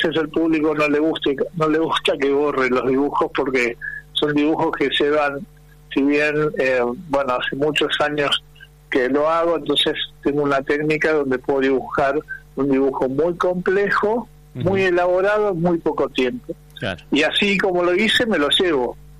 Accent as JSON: {"language": "Spanish", "town": "Ramos Mejía", "region": "Buenos Aires Province", "country": "Argentina", "said": "Soy de Buenos Aires, Buenos Aires. De Ramos Mejía, la provincia de Buenos Aires."}